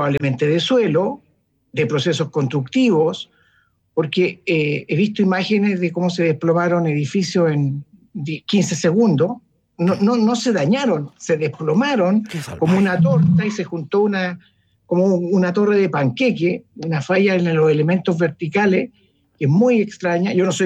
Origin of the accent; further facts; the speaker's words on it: Venezuela; Soy de Venezuela.